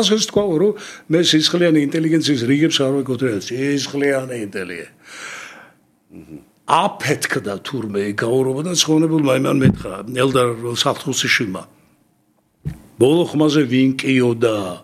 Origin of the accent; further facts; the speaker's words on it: Tbilisi, Georgia; ძველ თბილისში დავიბადე, მაგრამ რუსთაველზე დავდიოდი კონსერვატორიაზე.